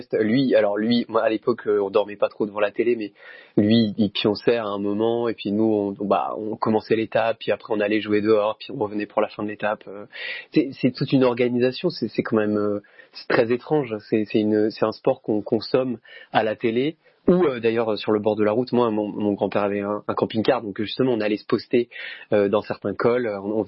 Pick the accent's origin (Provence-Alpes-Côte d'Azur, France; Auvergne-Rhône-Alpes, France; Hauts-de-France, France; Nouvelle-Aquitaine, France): Auvergne-Rhône-Alpes, France; Grenoble; Mais moi, je suis originaire de Grenoble.